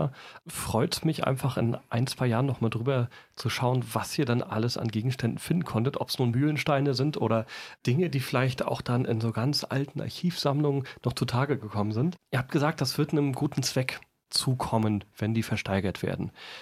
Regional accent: Mecklenburg-Vorpommern, Germany; now in Greifswald, Germany; Ich bin ja ein Mecklenburger Jung, komme aus der Nähe von Schwerin und bin hier auch groß geworden.

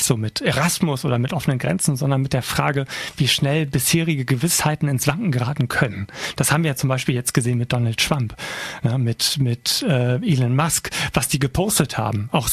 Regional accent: Frisia, Germany; In erster Linie natürlich als Friese, aber danach alles andere.

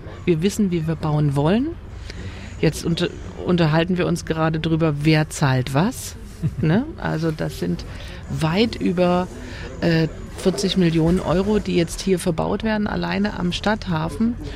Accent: Dresden, Saxony, Germany; Und ich bin Dresdnerin und Dresden liegt an der Elbe.

